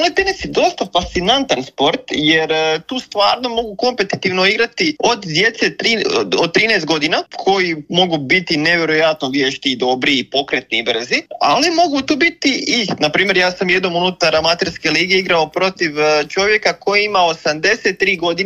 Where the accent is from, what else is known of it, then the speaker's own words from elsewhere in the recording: Slavonski Brod, Brod-Posavina County, Croatia; now in Zagreb, Croatia; Ja sam inače iz Slavonskog Broda.